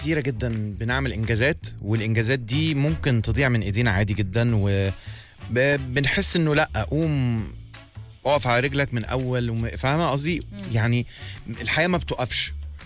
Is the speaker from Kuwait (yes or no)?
no; Egypt